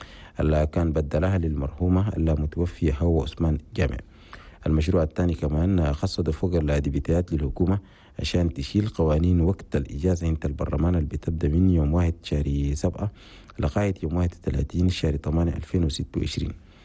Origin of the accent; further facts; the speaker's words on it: Chad; عن مشروع تعزيز وحماية حقوق الإنسان في بلدنا تشاد.